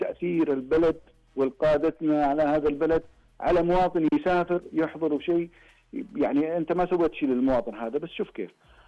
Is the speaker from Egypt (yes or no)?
no; Saudi Arabia; أنا من السعودية